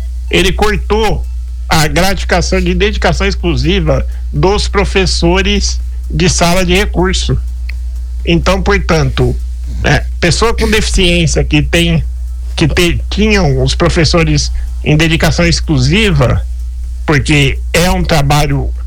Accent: Caraguatatuba, São Paulo, Brazil; eu sou caiçado, sou nascido aqui em Caraguatatuba

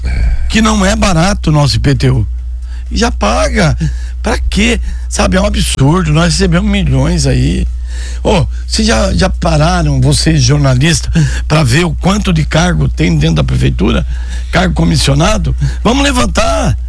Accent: São Paulo, Brazil; born there; eu nasci em São Paulo, vim com um mês de vida. Sou neto e filho de Caiçara, lá da Ponta Aguda, perto da Tabatinga.

